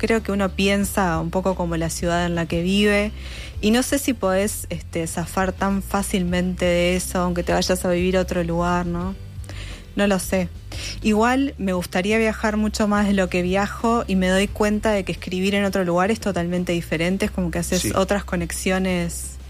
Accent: Montevideo, Uruguay; En Montevideo. ¿En qué parte? En La Teja.

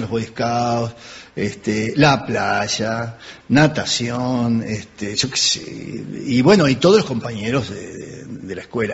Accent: Montevideo, Uruguay; also born or lived in Juan Lacaze; En realidad yo nací en Juan Lacase, pero de chiquito me trajeron a Montevideo.

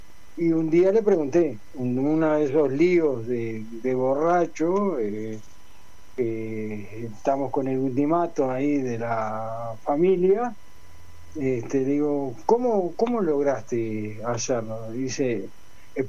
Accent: Uruguay; now in Spain; Como uruguayo, como mi formación, los viejos, aquellos que me recibieron, para mí son dioses, ¿no?

